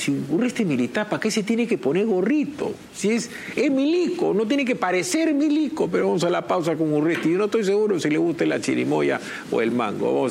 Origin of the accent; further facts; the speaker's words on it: Trujillo, La Libertad, Peru; Yo soy de Trujillo.